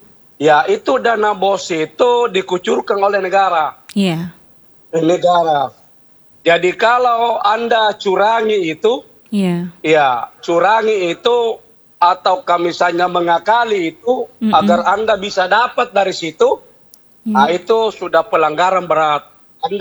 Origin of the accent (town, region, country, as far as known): Makassar, South Sulawesi, Indonesia